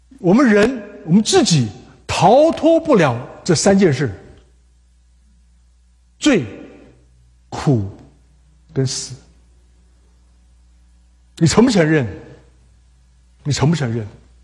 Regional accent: China; 我们中国人最会了，避讳这个事情，对不对？

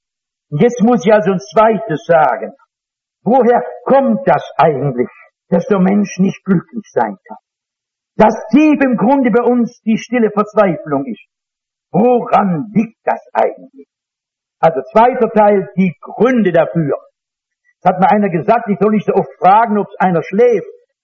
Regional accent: North Rhine-Westphalia, Germany

